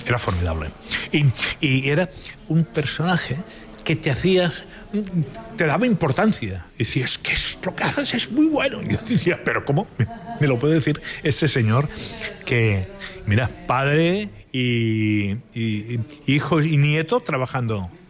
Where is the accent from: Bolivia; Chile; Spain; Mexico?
Spain; Barcelona, Catalonia; Para yo soy de San Andreu, que es un barrio que está bastante lejos